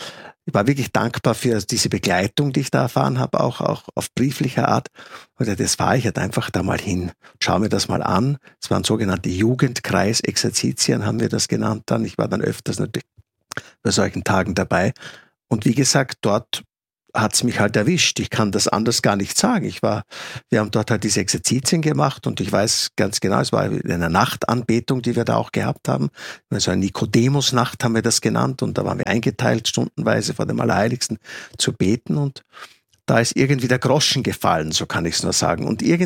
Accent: Styria, Austria; born there; Ich bin ja gebürtig aus der Steiermark, aus der Südoststeiermark.

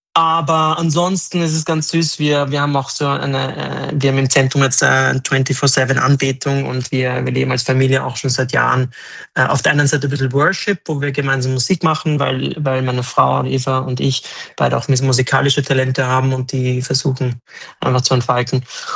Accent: Austria; Wir sind beide Österreicher

